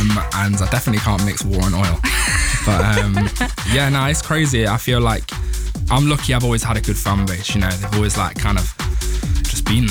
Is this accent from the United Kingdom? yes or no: yes; England, United Kingdom; born there; a classic in my hometown